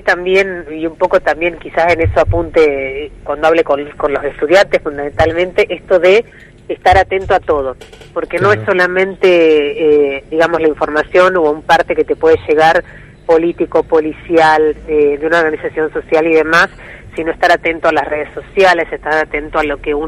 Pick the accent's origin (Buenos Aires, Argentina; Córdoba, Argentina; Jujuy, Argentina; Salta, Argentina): Salta, Argentina; now in Santa Fe, Argentina; siendo salteña